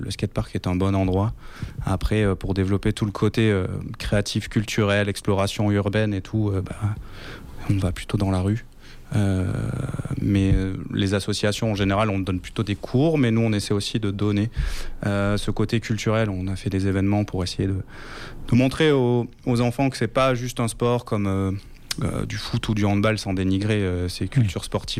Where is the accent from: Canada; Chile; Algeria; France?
France; Nouvelle-Aquitaine; Je suis originaire quand même de Gironde, mais on n'était pas trop dans ce secteur-là.